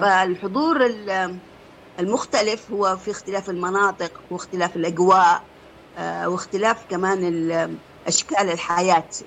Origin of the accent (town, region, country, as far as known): Yemen